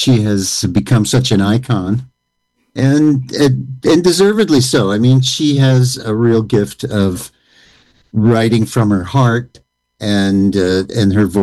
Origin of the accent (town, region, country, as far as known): New York City, New York, United States; born there; moved away as an adult; also born or lived in Washington, D.C. / Boston; now in Franklin, Tennessee, United States